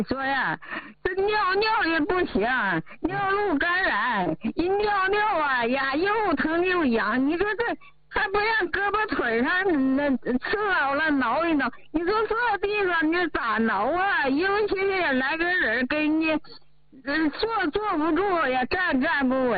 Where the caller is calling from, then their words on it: Shenyang, Liaoning, China; 我家是沈阳的。